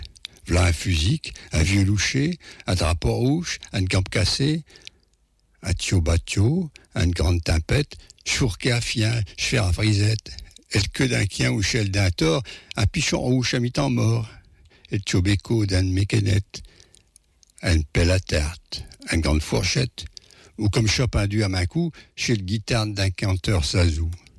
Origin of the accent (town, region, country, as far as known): Paris, Île-de-France, France